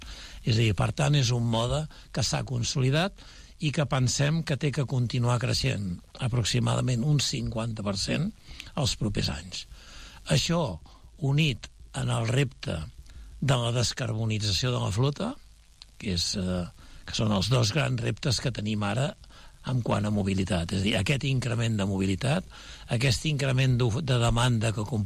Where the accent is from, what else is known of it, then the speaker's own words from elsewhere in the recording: Sabadell, Catalonia, Spain; com a sabadellenc